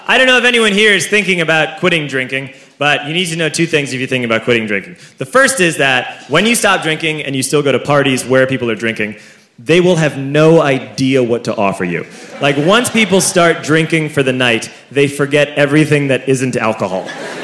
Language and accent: English; Ireland; I'm Irish, I keep things very bottled up, and I don't drink. which is not what you're supposed to do when you're Irish.